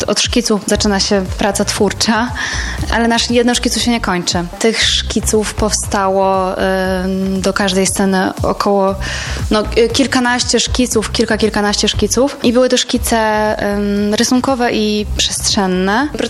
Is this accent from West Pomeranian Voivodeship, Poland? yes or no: yes; Szczecinek, West Pomeranian Voivodeship, Poland; born there; now in Warsaw, Poland; jako dziecko wspominam, mam piękne wspomnienia ze Szczecinka